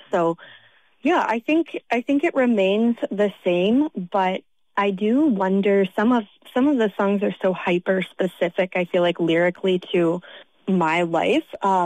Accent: Leelanau County, Michigan, United States; moved away as an adult; also born or lived in Boston / Valencia, Spain / Nashville; I grew up in Leelanau County with parents and family that really appreciate folk and roots music.

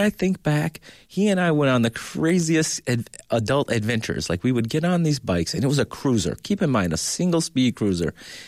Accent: Detroit, Michigan, United States; Okay, because I'm from Detroit, you know.

